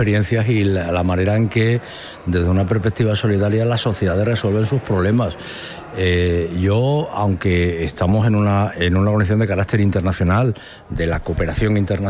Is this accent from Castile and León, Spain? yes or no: no; Andalusia, Spain; tengo una conciencia tan grande como andaluz, lo he vivido tanto